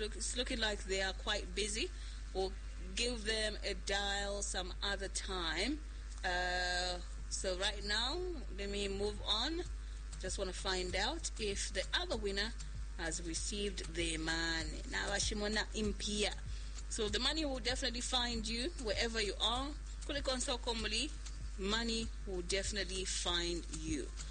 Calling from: Zambia; I'm calling you from Winvic, Zambia.

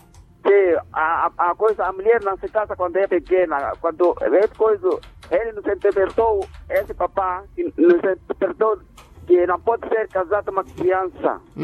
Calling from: Mozambique; estou ligado aqui no distrito de Mucovola, no posto administrativo de Matua, no bairro de Nicomula.

